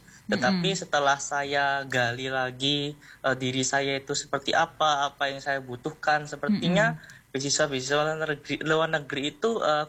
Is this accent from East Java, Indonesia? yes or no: yes; Kediri, East Java, Indonesia; Mbak. Saya asli Kediri